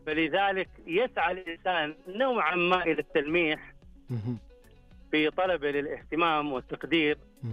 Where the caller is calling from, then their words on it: Mecca, Makkah Province, Saudi Arabia; كلمت حبيبي من مكة المكرمة.